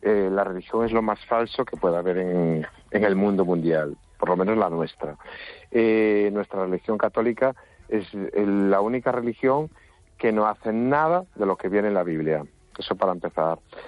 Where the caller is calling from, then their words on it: Guísamo, Galicia, Spain; En mi casa, recién llegado a casa. En Guisamo.